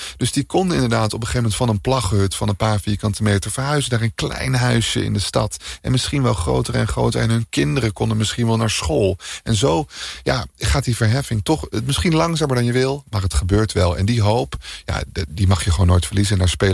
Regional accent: Deventer, Overijssel, Netherlands; uit Deventer

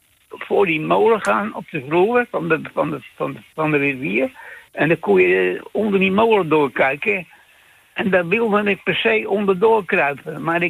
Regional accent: Schiedam, South Holland, Netherlands; also born or lived in Hendrik-Ido-Ambacht; Ik ben in Schiedam geboren. Toen gingen we in de oorlog in Hendrik Ido Ambacht wonen. En toen weer terug naar Schiedam, naar de Brandersbuurt. Dat was een volksbuurt. En daar waren ook de branderijen.

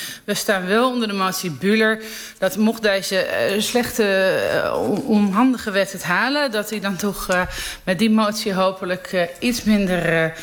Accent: Amsterdam, North Holland, Netherlands; Ja, als geboren en getogen Amsterdammer. En mijn vader is in dezelfde wijk en in dezelfde generatie als Cruijff opgegroeid in de Meer. En ik 1 buurt verder.

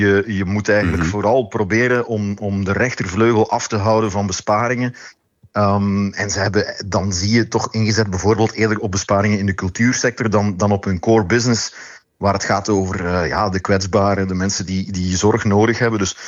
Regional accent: Flanders, Belgium; wij in Vlaanderen

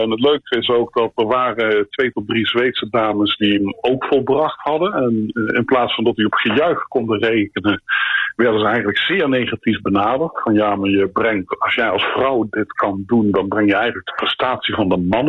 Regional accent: Nijmegen, Gelderland, Netherlands; now in Sweden; Toen ik opgroeide in Nijmegen

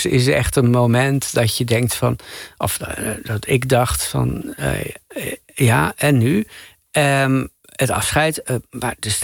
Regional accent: Assen, Drenthe, Netherlands; moved away; We woonden aan de rand van Assen, provinciestadje.

